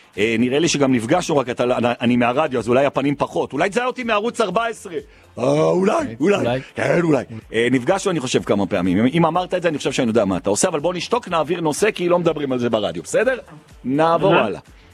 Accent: Jerusalem, Jerusalem District, Israel; כי גם אני ירושלמי.

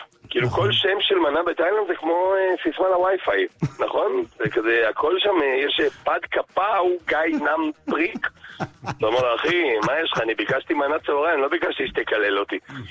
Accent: Rishon LeZion, Central District, Israel; אני גדלתי בראשון

